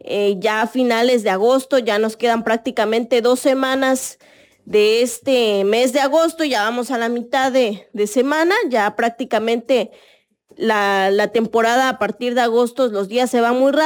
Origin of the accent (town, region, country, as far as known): Mexico